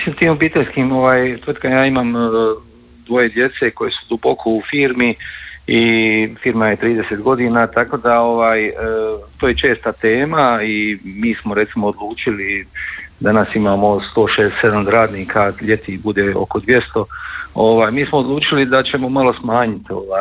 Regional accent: Makarska, Split-Dalmatia County, Croatia; kod nas u Makarskoj

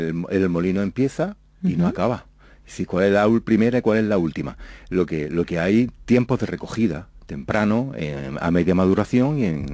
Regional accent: Jaén, Andalusia, Spain; si yo soy de Jaén, no voy a saber de aceite.

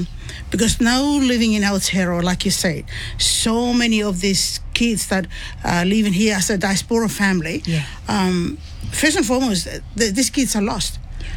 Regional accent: Mafilau, Vanuatu; And I was born and raised in Vanuatu, in a little village called Mafilau, and the highlands called Hebi.

